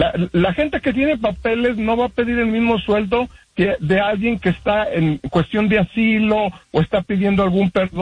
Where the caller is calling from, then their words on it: Chicago, Illinois, United States; Pues yo soy de Medellín, Illinois, Chicago, Illinois.